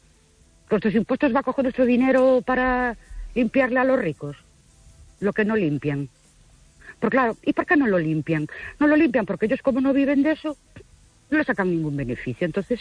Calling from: Ourense, Galicia, Spain; de Ourense.

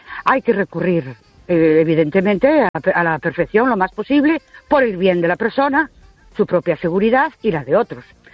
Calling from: Ourense, Galicia, Spain; de Ourense.

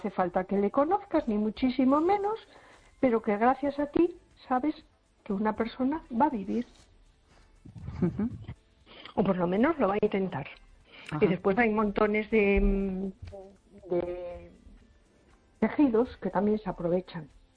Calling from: A Coruña, Galicia, Spain; de Coruña.

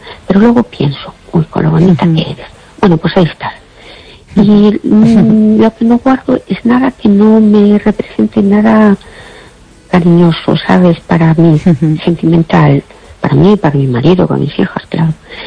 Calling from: Fene, Galicia, Spain

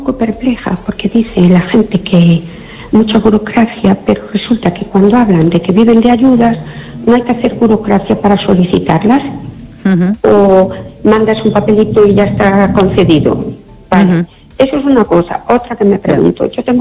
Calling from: Fene, Galicia, Spain

